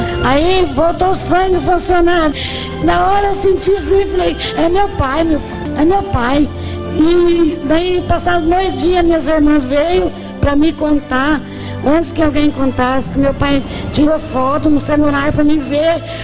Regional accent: Guaraci, Brazil; Eu sou de Guaraci e eu tinha ansiedade para chegar aqui para todo mundo ouvir este menino.

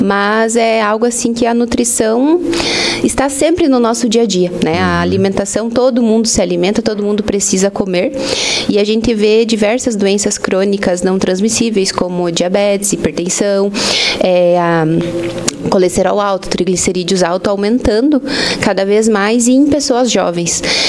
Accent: Lebon Régis, Santa Catarina, Brazil; moved away as an adult; also born or lived in Videira; now in Salto Veloso, Brazil; eu sou filha desta terra, eu nasci aqui em Videira, porém, a minha vida inteira eu morei em Lebon Régis, que é onde os meus pais, as minhas irmãs, minha família, né, moram, uhum, lá. Uhum. E hoje eu moro em Salto Veloso

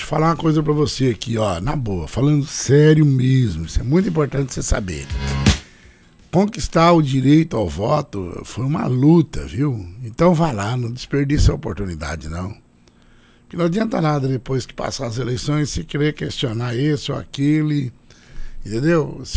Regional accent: Brazil

